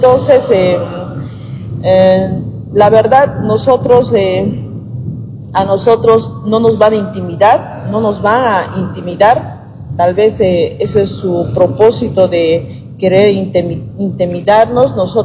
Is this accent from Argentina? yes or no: no; Bolivia